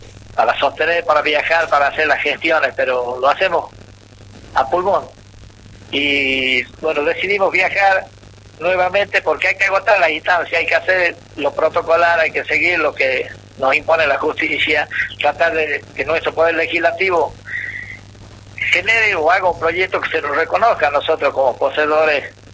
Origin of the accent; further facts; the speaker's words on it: Puesto La Mina, Salta, Argentina; No, yo soy de Puesto La Mina, departamento San Martín, provincia de Salta.